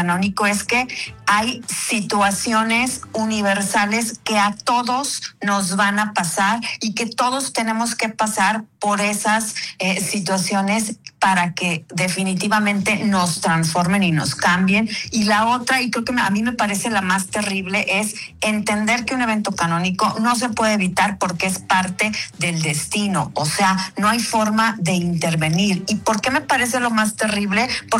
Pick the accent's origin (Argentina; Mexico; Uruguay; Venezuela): Mexico; Como mexicanos, luego tenemos muchísimo la idea o la creencia de que tenemos que merecer las cosas